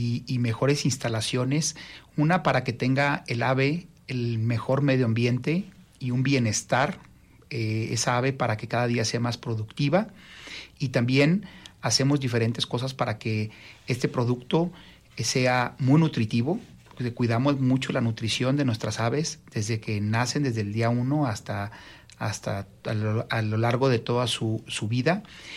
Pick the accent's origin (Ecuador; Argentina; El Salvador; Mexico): Mexico; Jalisco; aquí sentimos muy orgullosos como mexicanos y como jaliscienses también